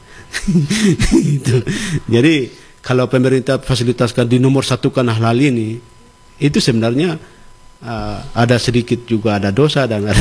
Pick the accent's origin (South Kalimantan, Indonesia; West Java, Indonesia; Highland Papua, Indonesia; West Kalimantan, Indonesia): Highland Papua, Indonesia; Wamena; kami orang Wamena ini